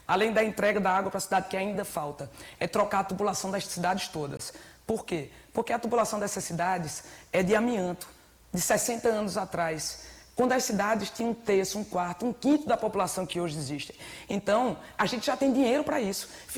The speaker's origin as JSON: {"language": "Portuguese", "region": "Pernambuco", "country": "Brazil", "tie": "born or raised there", "said": "Porque o Agreste Pernambuco, de onde eu sou filha, que compõe 70 cidades, mais de 70 cidades, e 2 milhões e meio de habitantes"}